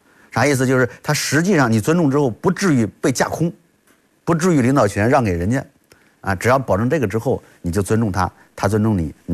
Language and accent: Chinese; China; 很多人我们中国人最擅长的就是把这个称呼私人化